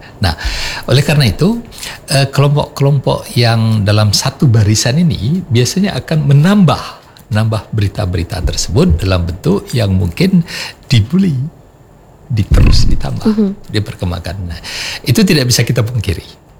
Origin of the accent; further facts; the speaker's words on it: Indonesia; jadi sejarah kita sebagai orang Indonesia yang tutur katanya sopan apa-apa itu juga membentuk bagaimana sindiran-sindiran yang kita l